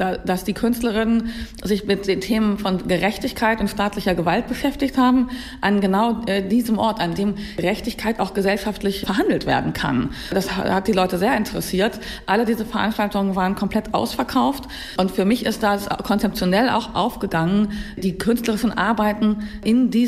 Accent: Hanover, Lower Saxony, Germany; Bin gebürtig aus Hannover, komme immer noch gerne zu Besuch nach Hannover und vor allem auch nach Braunschweig.

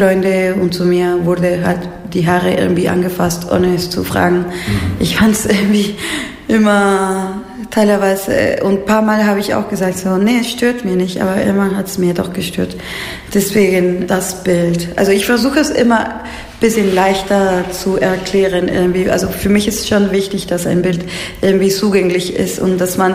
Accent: Peru; now in Berlin, Germany; ich komme aus Peru und ich gehe oft hin

